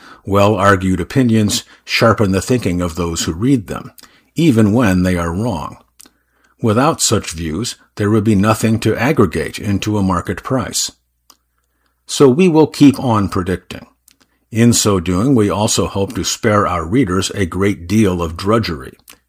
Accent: United Kingdom; Remember, we're British.

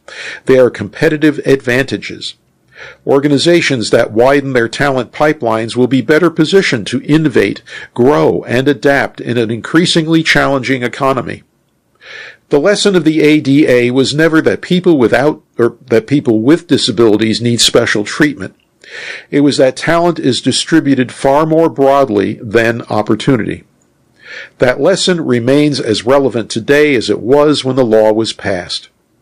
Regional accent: India; born there; I was born in India.

